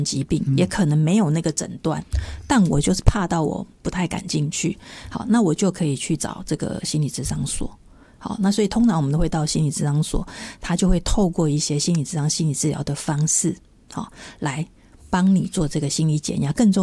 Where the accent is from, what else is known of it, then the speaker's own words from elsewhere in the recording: Taiwan; 我们台湾人有一种想法